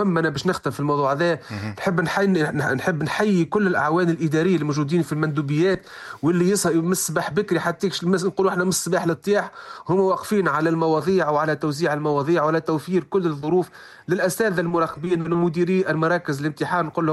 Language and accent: Arabic; Tunisia; عندنا في تونس